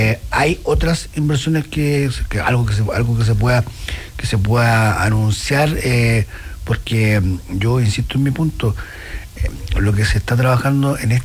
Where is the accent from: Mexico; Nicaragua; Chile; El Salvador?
Chile; Temuco, Araucanía; Yo soy de Temuco, yo soy prematuro, fui prematuro.